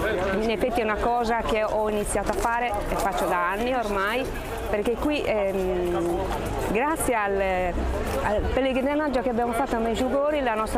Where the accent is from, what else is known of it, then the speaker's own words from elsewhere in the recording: Orosei, Sardinia, Italy; È da Orosei precisamente, è dalla provincia di Nuoro.